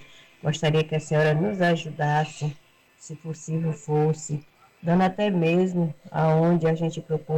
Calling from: Oliveira dos Campinhos, Bahia, Brazil; eu sou de Oliveira dos Campinhos.

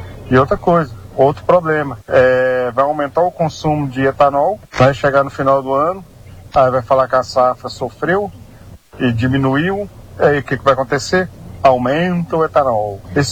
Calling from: Goiânia, Goiás, Brazil; sou de Goiânia.

